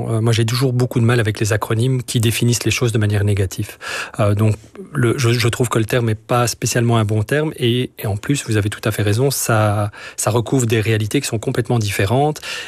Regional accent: Belgium

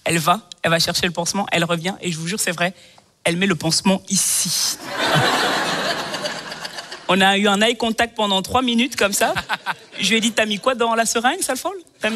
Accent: Belgium; Et vous savez, moi je suis belge. Ok, ma famille est française

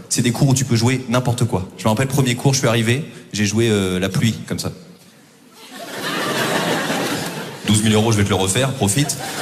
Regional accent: Normandy, France; moi, je viens de Normandie. Il y a des Normands ce soir, peut-être?

